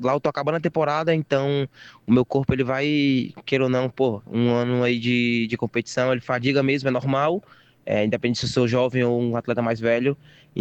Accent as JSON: {"language": "Portuguese", "region": "Northeast Region", "country": "Brazil", "also_born_or_lived": "Spain", "said": "Como acho que eu passei 4 anos ali na Espanha, eu acho que eu já me adaptei um pouco, né? Sou do Nordeste, ele é acostumado com o calor"}